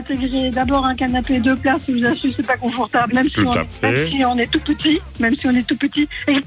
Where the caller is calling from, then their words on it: Perkins, Quebec, Canada; Perkins-Saint-Agathe.